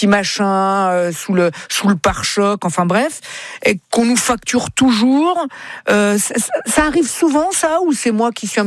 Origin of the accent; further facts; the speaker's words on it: Italy; mais ça c'est les Italiens ça, et je suis italien moi